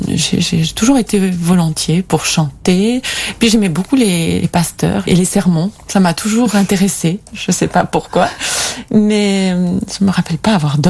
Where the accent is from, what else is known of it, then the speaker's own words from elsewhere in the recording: Nîmes, Occitanie, France; Oui, alors je viens d'une famille protestante de Nîmes